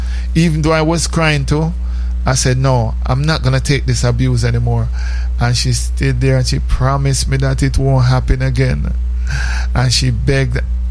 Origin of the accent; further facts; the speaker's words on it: Jamaica; But it's because I'm Jamaican.